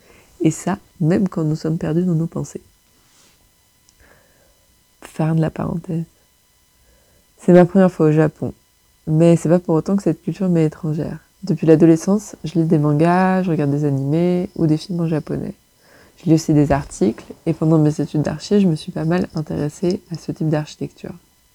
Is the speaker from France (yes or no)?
yes; Brittany, France; now in Ambert, France; Je suis originaire de Bretagne, en attestent les plaquettes de beurre demi-sel présentes dans le frigo en nombre, vous pouvez demander confirmation à mes colocs. Et j'habite à Amber depuis le printemps 2019